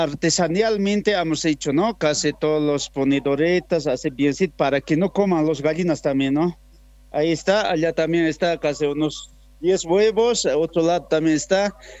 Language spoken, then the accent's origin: Spanish; Bolivia; now in Villa Candelaria, Bolivia; yo soy de Ayo Panacache, aquí